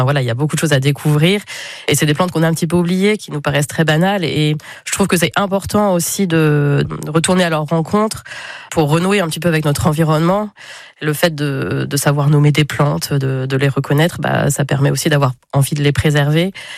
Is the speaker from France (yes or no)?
yes; Centre-Val de Loire, France; born there; je suis née à Agen dans le Loiret, mais j'avais la chance d'avoir un grand terrain, un papa passionné de jardin, de plantes ornementales.